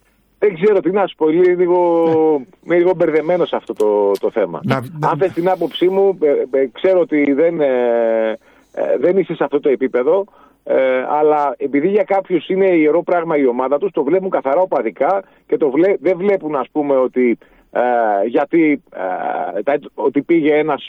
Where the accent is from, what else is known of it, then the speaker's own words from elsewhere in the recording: Greece; ως Έλληνες